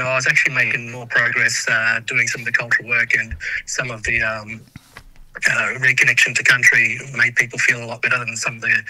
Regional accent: Menindee, New South Wales, Australia; moved away as an adult; now in Broken Hill, Australia; I'm actually from Menindee, but I New South Wales, but I live in Broken Hill.

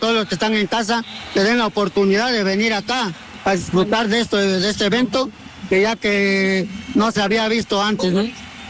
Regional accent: Mexico; Pues como mexicano, que gane México 2-1.

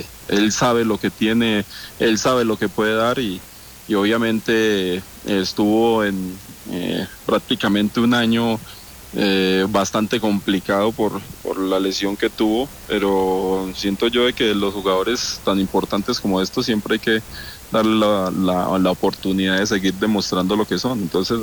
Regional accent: Colombia; now in Mexico

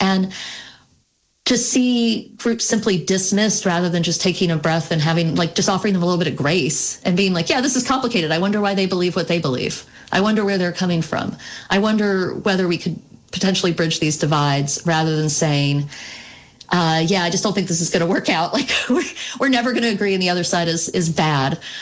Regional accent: the South, United States; moved away as an adult; now in Vermont, United States; as a Southerner, as a stranger in a strange land, although I've lived in Vermont for 21 years now, but as a Southerner

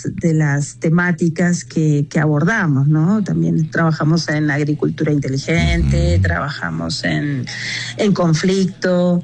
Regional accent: Argentina; accent: Argentine; now in Colombia; Sí, claro. Soy argentina, pero hace 20 años que trabajo aquí en la Universidad Antonio y Nariño, aquí en Colombia.

